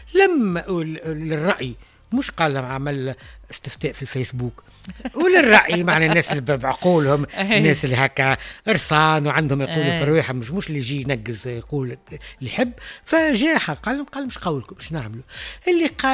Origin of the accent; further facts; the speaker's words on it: Tunisia; اللي كان عندنا في تونس في شمال افريقيا